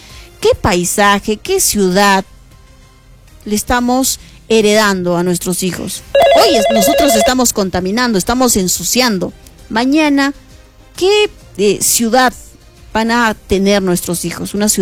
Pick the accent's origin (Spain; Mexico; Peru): Peru; Arequipa; nosotros mismos como ciudadanos, como arequipeños, arequipeñas